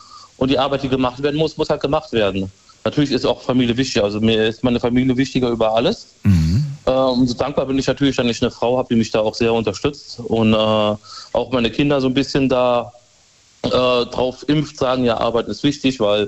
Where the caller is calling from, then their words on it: Cochem, Rhineland-Palatinate, Germany; Ich bin von Kochen.